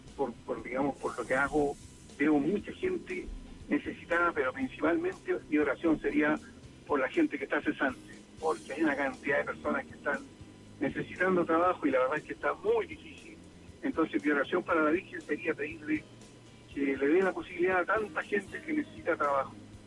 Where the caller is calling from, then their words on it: Maipú, Santiago Metropolitan Region, Chile; Estoy llamando de Maipú, soy de acá